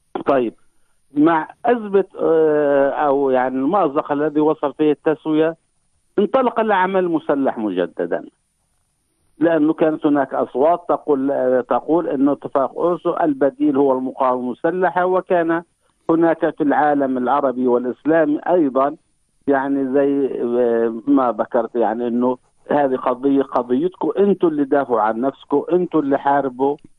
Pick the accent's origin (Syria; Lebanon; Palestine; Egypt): Palestine; كنا نحن كفلسطينيين